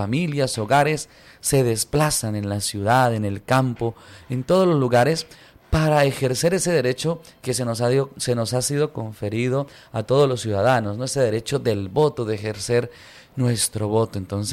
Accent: Colombia; cómo he yo actuado como colombiano, ¿no?

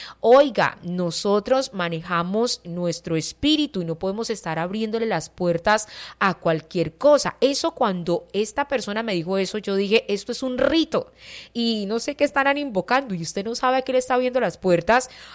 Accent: Colombia

